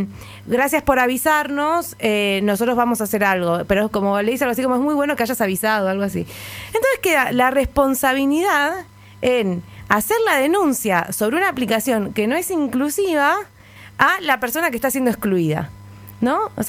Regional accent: Argentina; como cualquier argentino o argentina de bien

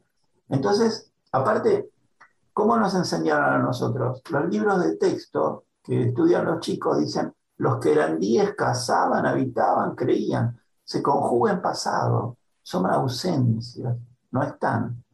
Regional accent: Argentina; nosotros, como argentinos

